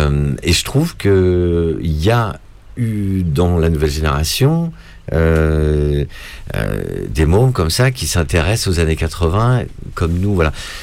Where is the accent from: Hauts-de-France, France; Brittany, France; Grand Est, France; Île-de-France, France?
Île-de-France, France; Malakoff; now in Les Lilas, France; Moi, j'ai grandi en banlieue, hein, je viens de Malakoff, j'ai grandi à. Voilà, et j'habite au Lila maintenant.